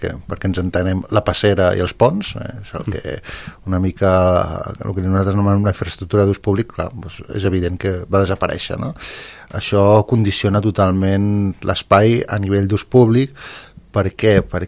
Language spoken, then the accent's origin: Catalan; Calafell, Catalonia, Spain; jo sóc de Calafell, però he treballat molts anys aquí a Cubelles